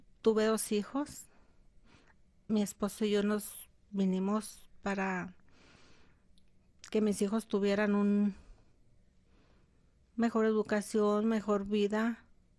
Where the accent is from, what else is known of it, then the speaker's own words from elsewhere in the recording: Namiquipa, Chihuahua, Mexico; Soy del estado de Chihuahua, pero nací en el municipio de Santa Clara, Namiquipa.